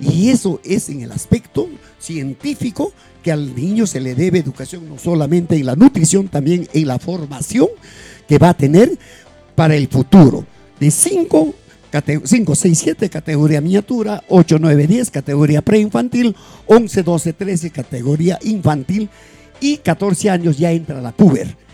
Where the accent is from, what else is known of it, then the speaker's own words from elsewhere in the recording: El Pedregal, Arequipa, Peru; Yo soy de Pedregal